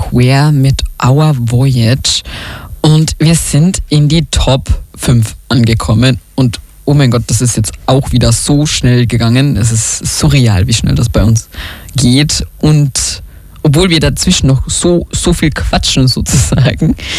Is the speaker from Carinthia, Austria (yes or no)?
yes; Carinthia, Austria; Ich komme aus Kärnten.